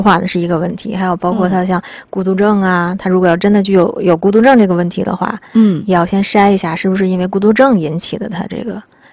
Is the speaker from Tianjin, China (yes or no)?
yes; Tianjin, China; 咱们天津人有的时候说爱接下茬儿啊